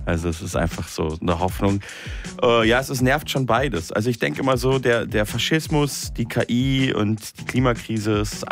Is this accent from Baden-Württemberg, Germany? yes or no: no; Munich, Bavaria, Germany; Ich bin ja in München aufgewachsen